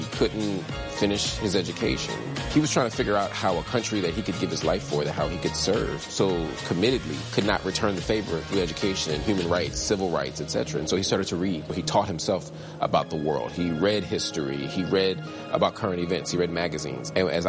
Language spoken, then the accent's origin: English; Philadelphia, Pennsylvania, United States; I grew up surrounded by books. I grew up in Philadelphia, and black bookstores nurtured me.